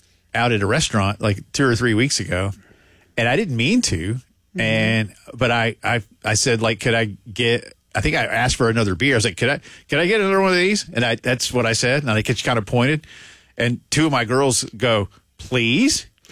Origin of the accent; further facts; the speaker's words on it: the South, United States; moved away; I'm a Southerner, and I'm mm-hmm. in my 20s.